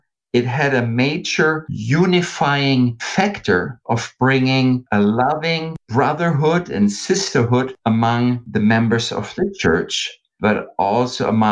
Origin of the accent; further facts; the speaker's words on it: West Germany, Germany; Ray, you might know that I'm from the West.